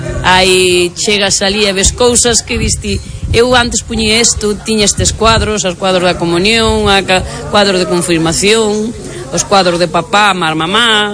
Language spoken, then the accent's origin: Galician; Ribeira, Galicia, Spain; San Pedro do Sarandón, Ribeira exactamente. Son de Ribeira, San Pedro Sarandón.